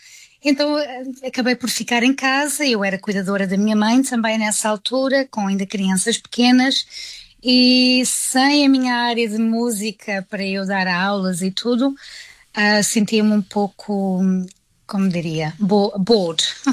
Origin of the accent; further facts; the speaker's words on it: Loures, Lisbon, Portugal; now in England, United Kingdom; Eu fui criada em Loures, no distrito de Lisboa, e ainda tenho lá familiares